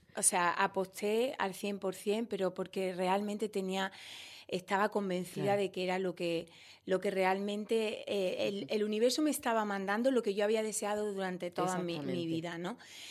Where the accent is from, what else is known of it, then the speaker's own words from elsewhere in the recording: Jaén, Andalusia, Spain; moved away as an adult; now in El Puerto de Santa María, Spain; Yo soy de Jaén, pero vivo en el puerto, llevo 3 años viviendo aquí.